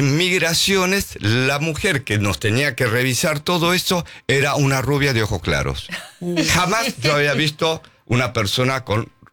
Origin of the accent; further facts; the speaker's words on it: South Korea; now in Argentina; Éramos 40 familias que salimos de Corea.